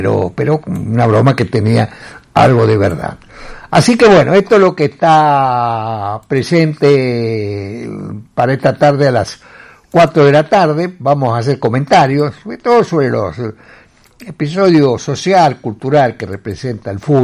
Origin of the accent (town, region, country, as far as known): Argentina